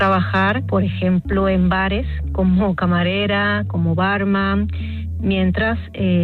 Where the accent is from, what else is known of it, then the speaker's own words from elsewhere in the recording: Venezuela; moved away as an adult; Yo me vine de Venezuela prácticamente huyendo por cómo estaba el país.